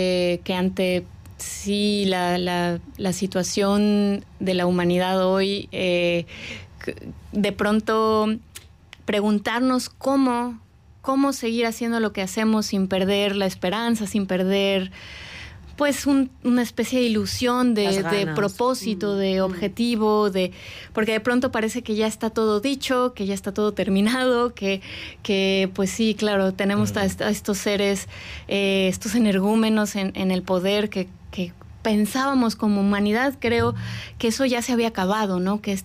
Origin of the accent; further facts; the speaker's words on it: Mexico; nosotras como mexicanas trabajamos sobre México